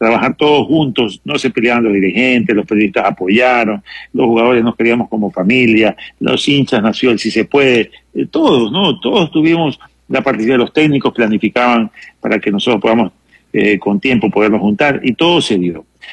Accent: Ecuador

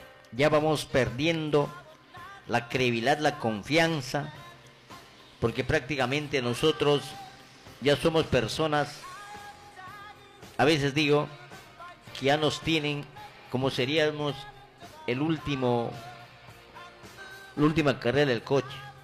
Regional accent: Peru; yo como buen peruano, estimo y quiero mi Perú, me siento ser orgulloso de ser peruano, como dice esa música, tengo el orgullo de ser peruano y de ser feliz, de haber nacido en esta hermosa tierra

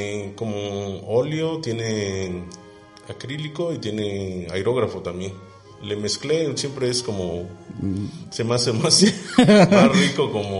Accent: Oaxaca, Mexico

